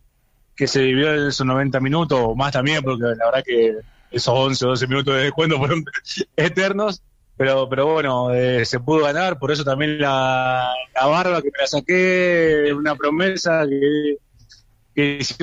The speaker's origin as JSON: {"language": "Spanish", "country": "Argentina", "said": "como buen argentino, la celeste y blanca y con todas las vibras para el domingo."}